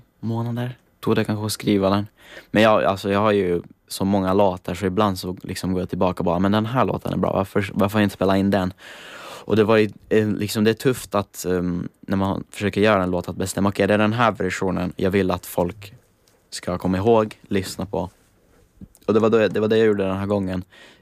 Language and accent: Swedish; Italy; Swedish is a second language; åtminstone på italienska där jag kommer ifrån